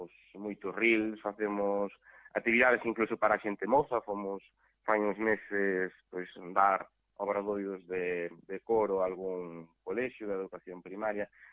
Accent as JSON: {"language": "Galician", "town": "Carballo", "region": "Galicia", "country": "Spain", "said": "eu son daqui de, pues son de Carballo, e por iso además tamén fai moitísima ilusión dirixir … aquí en Carballo temos unha tradición moi grande de música tradicional galega"}